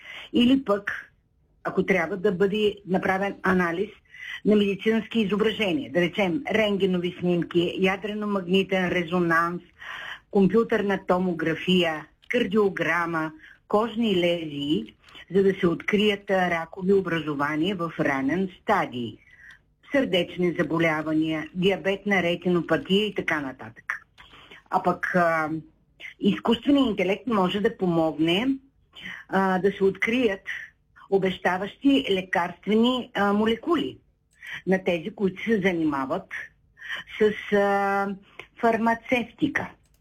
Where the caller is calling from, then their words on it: Shumen, Shumen Province, Bulgaria; съм от Шумен.